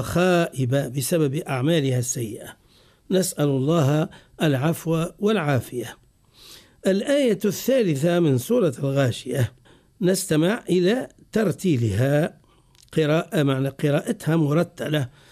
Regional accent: Tunisia; زاد محلي عندنا في تونس في بعض المناطق

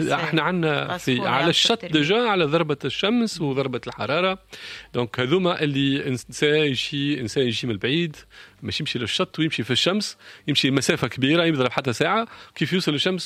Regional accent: Tunisia; الحمد لله اللي عندنا في تونس وفي السواحل التونسية ما هيش السامة

